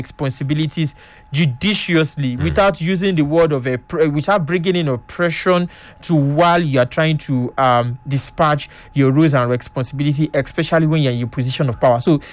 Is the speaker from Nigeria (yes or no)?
yes; Nigeria; as a Nigerian, to the Yoruba culture